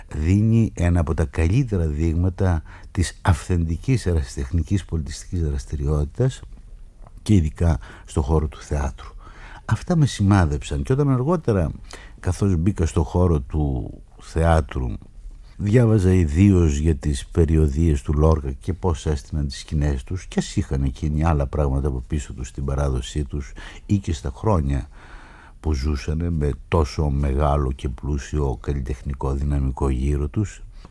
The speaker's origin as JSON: {"language": "Greek", "area": "Kilkis", "region": "Central Macedonia", "country": "Greece", "tie": "born or raised there", "said": "και δεν είναι γιατί είναι ο τόπος μου"}